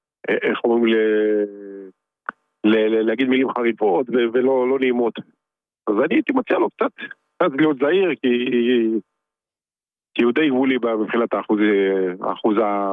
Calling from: Tel Aviv, Tel Aviv District, Israel; אני מתל אביב.

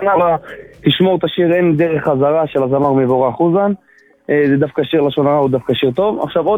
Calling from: Netivot, Southern District, Israel

